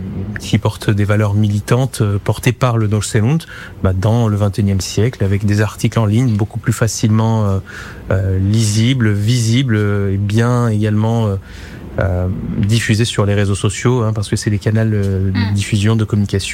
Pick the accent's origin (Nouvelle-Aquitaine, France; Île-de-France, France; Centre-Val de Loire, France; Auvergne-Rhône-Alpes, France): Auvergne-Rhône-Alpes, France; Valence; now in Lyon region, France; j'ai un petit peu grandi dans les structures de la communauté arménienne. Je suis de Valence à la base